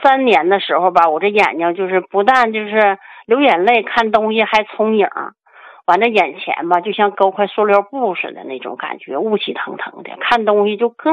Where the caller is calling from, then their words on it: Shenyang, Liaoning, China; 我家是沈阳的。